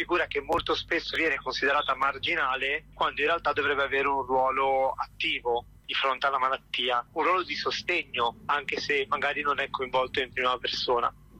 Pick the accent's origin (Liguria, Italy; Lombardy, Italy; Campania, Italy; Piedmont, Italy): Liguria, Italy; Genoa; moved away as an adult; also born or lived in Rome; now in London, United Kingdom; Io sono genovese e ho cominciato a lavorare nella televisione locale per piccole trasmissioni, finché poi quest'idea di cinema si è concretizzata e ho deciso di fare il passaggio da Genova a Roma.